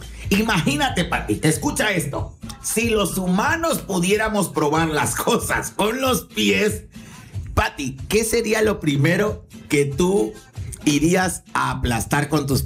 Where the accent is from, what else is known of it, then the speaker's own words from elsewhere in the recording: Tabasco, Mexico; Pues no, somos tabasqueños.